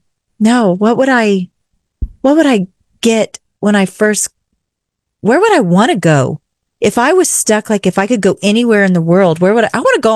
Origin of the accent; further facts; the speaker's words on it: Rio Grande Valley, Texas, United States; now in Austin, United States; I'm from the Rio Grande Valley